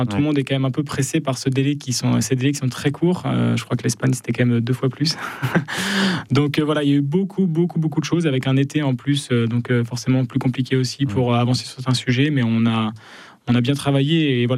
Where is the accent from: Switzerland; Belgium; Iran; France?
France; Chambéry, Auvergne-Rhône-Alpes; j'en suis, je viens de Chambéry.